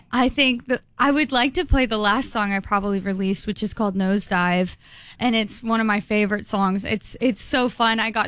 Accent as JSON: {"language": "English", "town": "Austin", "region": "Texas", "country": "United States", "tie": "born or raised there", "also_born_or_lived": "San Antonio, Texas", "moved": "yes", "lives_now": "Nashville, United States", "said": "I grew up in Austin, Texas, and San Antonio, and then I moved over to Nashville"}